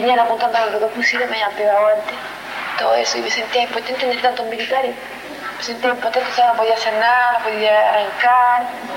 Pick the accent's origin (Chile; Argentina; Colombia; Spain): Chile